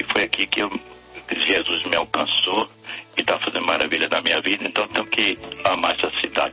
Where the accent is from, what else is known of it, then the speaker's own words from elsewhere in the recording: Bahia, Brazil; now in Belo Horizonte, Brazil; Eu falei que moro em Belo Horizonte, mas eu sou baiano há 40 anos, mas o meu pastor